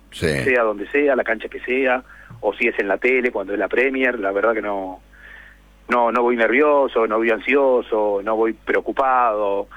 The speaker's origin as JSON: {"language": "Spanish", "country": "Argentina", "said": "lo que nos tiene que dejar tranquilos como argentinos es que hay una linda generación"}